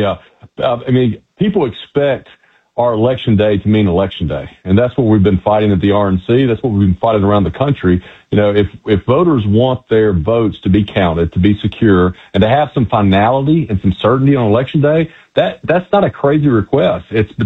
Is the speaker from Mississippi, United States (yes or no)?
yes; Mississippi, United States; here in my home state of Mississippi